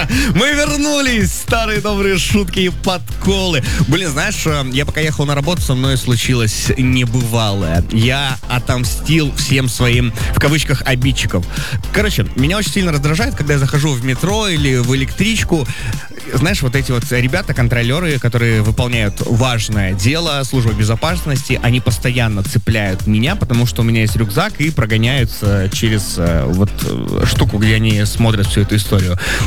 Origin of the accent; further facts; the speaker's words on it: Magadan, Magadan Oblast, Russia; moved away; я просто из Магадана, у нас там все просто